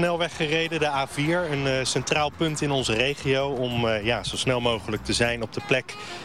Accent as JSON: {"language": "Dutch", "area": "Westland", "region": "South Holland", "country": "Netherlands", "said": "Ik kom zelf ook uit het Westland, dus ik heb geen navigatie nodig."}